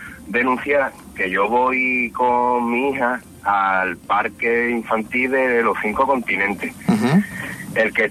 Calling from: Cádiz, Andalusia, Spain; De aquí, de Cádiz

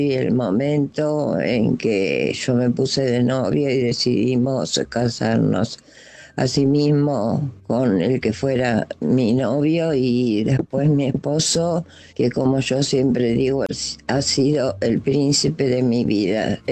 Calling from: Buenos Aires, Argentina; de Flores.

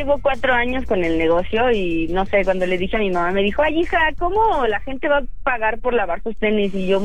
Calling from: Tlalnepantla, State of Mexico, Mexico; De Tlalnepantla.

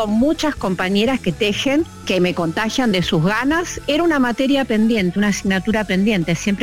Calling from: Buenos Aires, Argentina; Yo soy de Villaluro, Capital Federal, tengo 59 años.

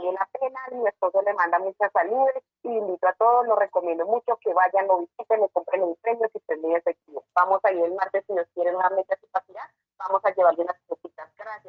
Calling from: Pacho, Cundinamarca, Colombia; Desde Pacho, Cundinamarca

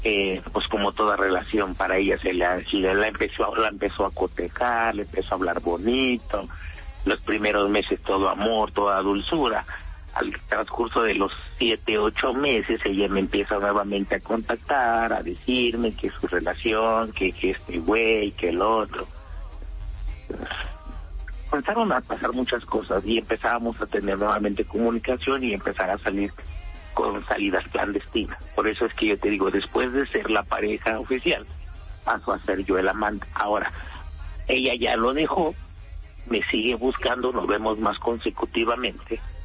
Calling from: Los Reyes La Paz, State of Mexico, Mexico; Yo vivo en Los Reyes La Paz.

